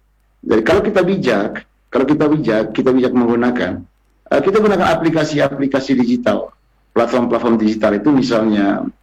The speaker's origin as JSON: {"language": "Indonesian", "area": "Manggarai", "region": "East Nusa Tenggara", "country": "Indonesia", "said": "kita orang Manggarai."}